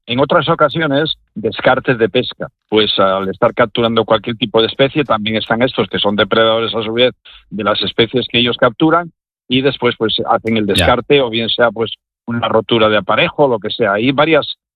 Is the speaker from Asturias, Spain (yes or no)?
yes; Asturias, Spain; now in western Asturias, Spain; Yo soy del oriente de Asturias